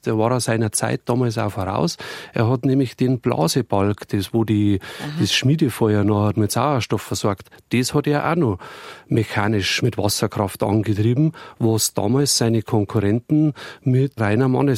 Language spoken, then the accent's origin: German; Bavaria, Germany; Aber damals war das ja bei uns in Niederbayern, musst du dir das vorstellen, das war ja eine sehr strukturschwache Region.